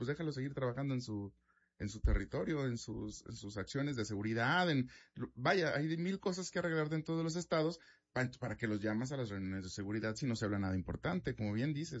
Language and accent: Spanish; Mexico; no sé si me va a incluir como mexicano